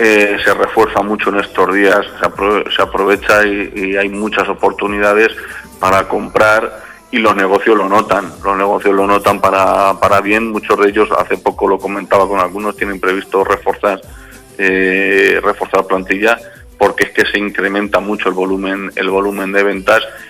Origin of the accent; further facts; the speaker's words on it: Pedro Muñoz, Castilla-La Mancha, Spain; en Pedro Muñoz somos acogedores, somos hospitalarios y no distinguimos si somos de Pedro Muñoz o somos de fuera.